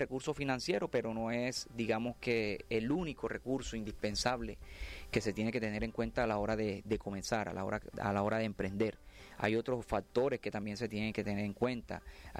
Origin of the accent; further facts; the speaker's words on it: Colombia; nosotros como seres humanos, incluso nosotros como latinoamericanos, colombianos, somos muy poco dados a la paciencia.